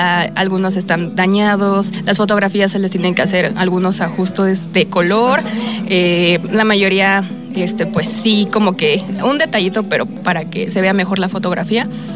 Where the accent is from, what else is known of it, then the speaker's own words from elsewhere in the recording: Acapulco, Guerrero, Mexico; now in Taxco, Mexico; yo soy foránea, soy de Acapulco, entonces justo ver como la contraparte de aquí Taxco, el pueblito, el cerro con Acapulco, la playa